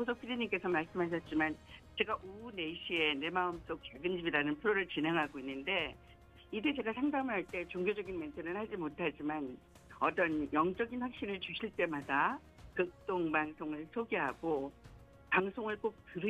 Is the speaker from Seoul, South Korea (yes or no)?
yes; Seoul, South Korea; also born or lived in Daejeon; now in Gyeongju, South Korea; 저는 대전이 고향이지만 서울에서 자랐거든요.